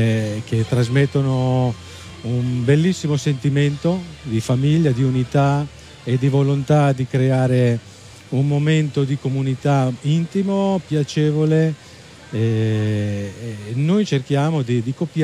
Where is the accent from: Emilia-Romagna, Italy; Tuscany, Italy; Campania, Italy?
Emilia-Romagna, Italy; di Castelvecchio. Ciao, di Castelvecchio originario.